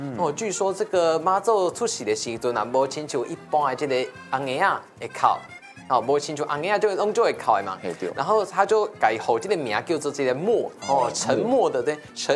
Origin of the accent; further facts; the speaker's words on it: Taiwan; 我们台湾人